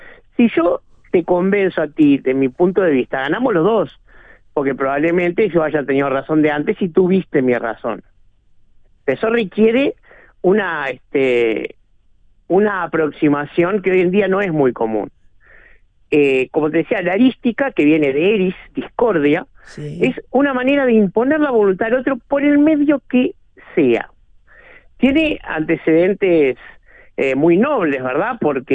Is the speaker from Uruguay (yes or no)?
yes; Uruguay